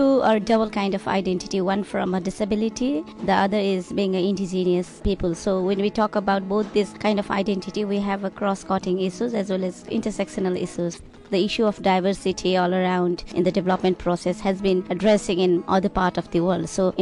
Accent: Nepal; I'm from Nepal.

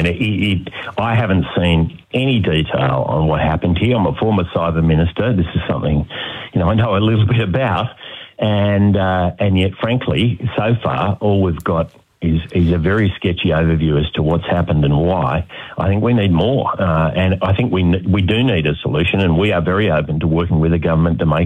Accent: New South Wales, Australia; I'm not from Victoria, obviously. I'm from New South Wales.

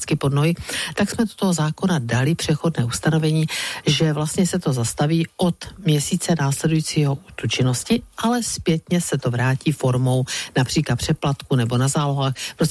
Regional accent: Brno, South Moravian Region, Czechia; protože jsem Brňačka

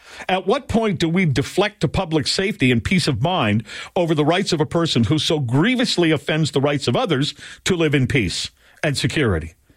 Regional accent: Canada; And, you know, I grew up in Canada. I went to the United States and worked there, got into talk radio, and then came back here in 2010.

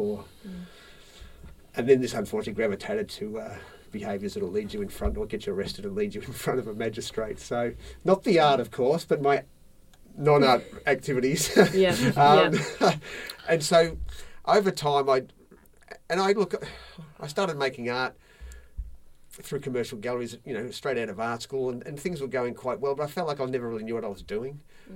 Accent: Melbourne, Victoria, Australia; I grew up in Braybrook, so we were nowhere near the ocean, and none of my family had a surfing history.

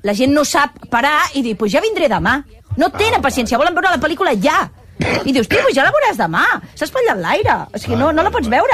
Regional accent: Barcelona, Catalonia, Spain; Jo vinc de dos en alta. Jo baixo, sóc una burgesa. Vinc de l'Eixample.

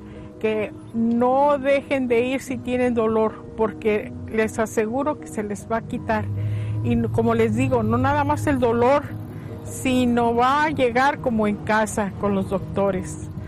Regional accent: Mexico City, Mexico; moved away; Yo soy de la Ciudad de México. Llegué aquí, me casé, tuve unos maravillosos hijos, un maravilloso esposo.

